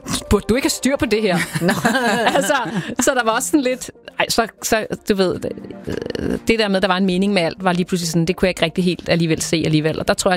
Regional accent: Skovshoved, Capital Region of Denmark, Denmark; Jeg voksede op i Skovshoved. Jeg kunne godt lide at gå i Skovshoved kirke.

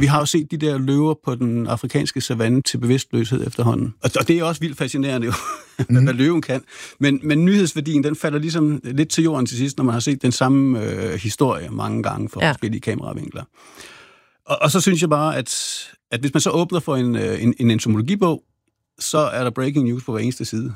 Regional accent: Rødvig, Zealand, Denmark; jeg voksede op nede i Rødevig, hvor jeg lå og sejlede rundt i min optimistjolle og på min windsurfer

